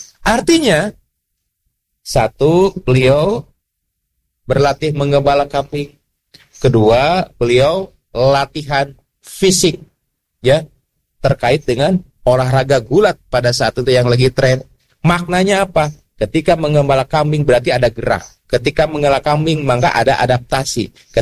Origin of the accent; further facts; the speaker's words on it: Garut, West Java, Indonesia; born there; Ya, saya lahir di Garutnya.